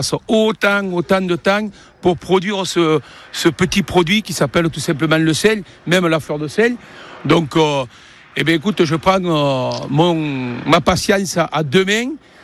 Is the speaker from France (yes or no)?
yes; Aigues-Mortes, Occitanie, France; Couillon, et oui, je suis d'Aigues Mortes, moi. Je suis issu d'une vieille famille aigues mortaise.